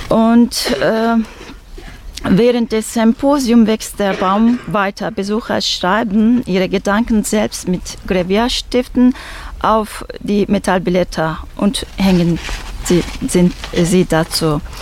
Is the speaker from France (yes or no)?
no; Turkey; moved away; In meiner Kindheit in der Türkei